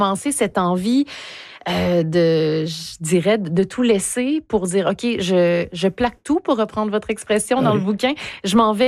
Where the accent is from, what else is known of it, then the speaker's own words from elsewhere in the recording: Quebec, Canada; now in Vancouver, Canada; je viens du Québec à l'origine